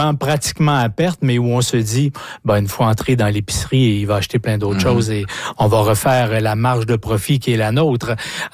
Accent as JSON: {"language": "French", "town": "Saint-François-d'Assise", "region": "Quebec", "country": "Canada", "tie": "born or raised there", "moved": "yes", "said": "qui me ramène dans mon patelin d'origine, Saint-François d'Assise"}